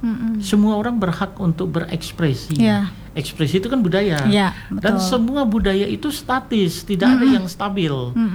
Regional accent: West Kalimantan, Indonesia; Sebagai anak Kalimantan Barat

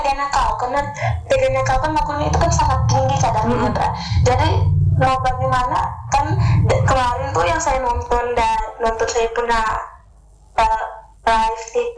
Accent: East Nusa Tenggara, Indonesia; Karena kalau saya menyanyikan lagu … ini kan lagunya dari NTT ini, sedangkan saya ini dari NTT.

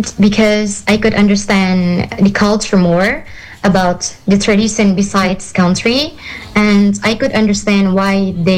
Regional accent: Lamalera, East Nusa Tenggara, Indonesia; I came from Lamalera, maybe you know that village, in Lembata Regency

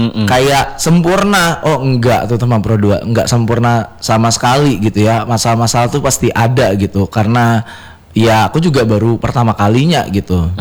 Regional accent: Samarinda, East Kalimantan, Indonesia; moved away; aku ya orang Jawa tapi gak bisa bahasa Jawa yang fluent karena tinggal besarnya kan di Samarinda

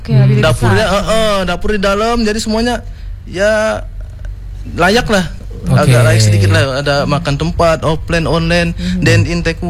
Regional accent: West Java, Indonesia; karena saya orang Sunda

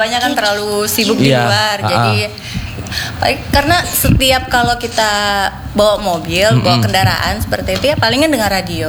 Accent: Sorong, Southwest Papua, Indonesia; born there; Saya lahir di Sorong.

